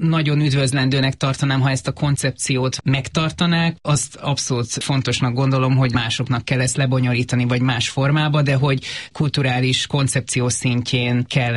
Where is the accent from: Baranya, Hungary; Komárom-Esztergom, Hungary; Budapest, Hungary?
Baranya, Hungary; Pécs; Ugye én pécsi vagyok, ez is érdekes, hogy bár vidéki, de Pécs belvárosában nőttem föl.